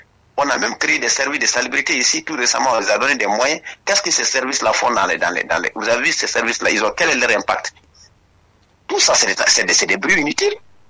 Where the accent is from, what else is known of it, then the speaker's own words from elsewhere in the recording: Guinea; nous sommes Guinéens, nous vivons la réalité.